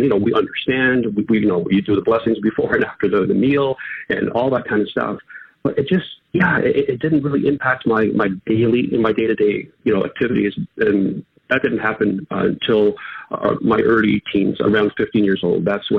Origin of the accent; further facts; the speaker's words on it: Canada; also born or lived in Portugal; So I'm 50 now, and I was born in Portugal, and my parents immigrated to Canada when I was just over 2 years old. So although I have Portuguese roots, you know, I'm fully Canadian, haven't been here 48 years.